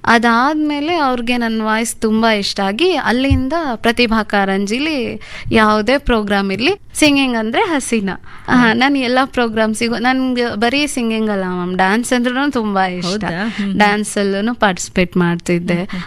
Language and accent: Kannada; Kunemadi, Karnataka, India; ನಮ್ದು ಕುಣೆಮಾದಿ ಹಳ್ಳಿ ಅಂತ, ಕೊಟ್ಟೂರ್ ಹತ್ರ, ಹರಪನಹಳ್ಳಿ ತಾಲೂಕು, ವಿಜಯನಗರ ಡಿಸ್ಟ್ರಿಕ್ಟ್ ನಮ್ದು. ಅಲ್ಲಿ ನಮ್ದು ಒಂದು ಚಿಕ್ಕ ಗ್ರಾಮ, ಆದ್ರೂ ನಮ್ಮ ಬಾಲ್ಯದ ದಿನಗಳು ತುಂಬಾ ಚೆನ್ನಾಗಿತ್ತು.